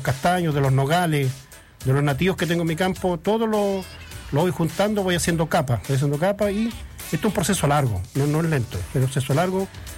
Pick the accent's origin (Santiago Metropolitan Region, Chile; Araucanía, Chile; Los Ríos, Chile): Araucanía, Chile; Cholchol; soy de Santa Carolina, de la comuna de Cholchol, colindante con Galvarino.